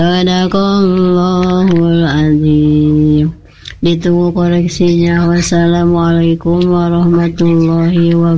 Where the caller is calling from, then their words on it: Cicalengka, West Java, Indonesia; Saya dari Ibu … di Cicalengka.